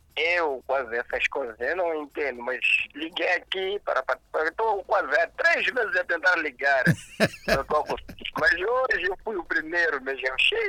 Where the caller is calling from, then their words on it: Massinga, Inhambane, Mozambique; de Inhambane, Masinga.